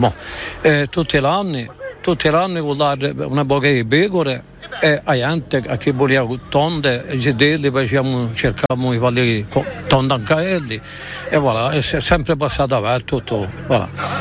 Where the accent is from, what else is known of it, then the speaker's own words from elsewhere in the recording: Penta-di-Casinca, Corsica, France; Di Panta di Casinca.